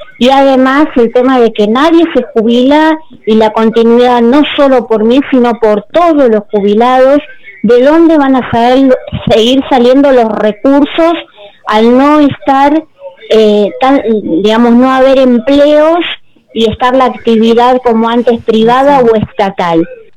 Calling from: Buenos Aires, Argentina; de Villa Pueyrredón, jubilada, docente.

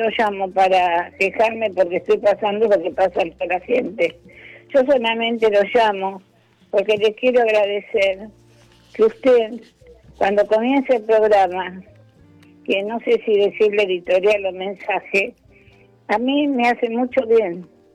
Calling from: Los Polvorines, Buenos Aires Province, Argentina; soy de Los Polvorines.

